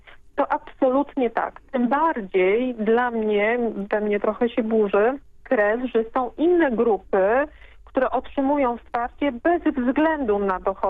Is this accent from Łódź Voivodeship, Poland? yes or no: no; Pomeranian Voivodeship, Poland; u nas na Pomorzu